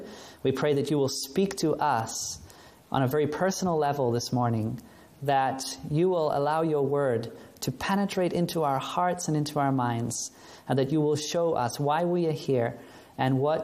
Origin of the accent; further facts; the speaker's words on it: New Zealand; born there; moved away; also born or lived in Netherlands; I was traveling to New Zealand, which is in a way my home country. I was born there, even though most of my family now lives in Holland.